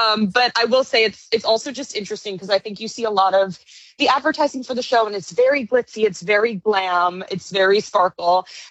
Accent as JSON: {"language": "English", "town": "New York City", "region": "New York", "country": "United States", "tie": "born or raised there", "said": "I am born and raised in New York City. So I got the privilege of growing up around a lot of Broadway."}